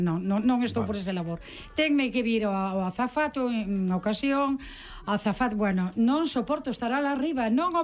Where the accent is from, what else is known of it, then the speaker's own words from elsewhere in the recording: Arousa, Galicia, Spain; Pode ser tamén alonxarme da miña terra, da miña Arousa.